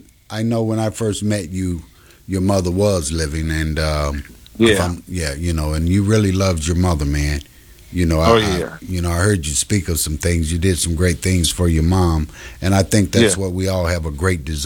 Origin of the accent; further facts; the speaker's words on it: Chicago, Illinois, United States; When I grew up in Cabrini Green, it was just beautiful.